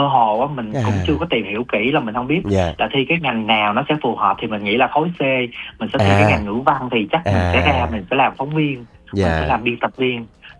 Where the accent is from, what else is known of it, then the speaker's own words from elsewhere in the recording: Bạc Liêu, Bac Lieu, Vietnam; Thật ra là bản thân mình đó là mình sinh ra và lớn lên ở miền Tây, ở Bạc Liêu. thì mình rất là thích hơi thở của miền Tây